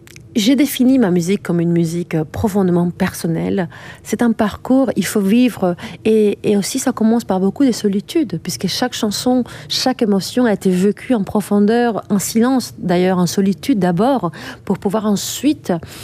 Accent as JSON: {"language": "French", "country": "Cuba", "tie": "born or raised there", "also_born_or_lived": "Paris", "moved": "yes", "said": "J'ai étudié plus de 10 ans à Paris, plus et même 15 ans au violoncelle classique depuis toute petite. Mais j'ai grandi à Cuba."}